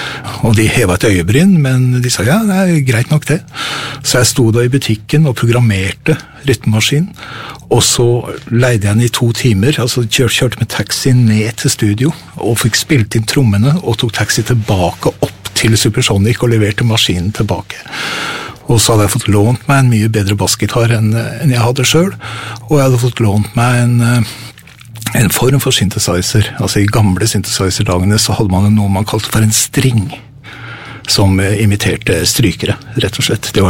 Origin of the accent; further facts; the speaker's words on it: Bodø, Nordland, Norway; jeg er født og oppvokst i Frelsesarmeen i Nord-Norge.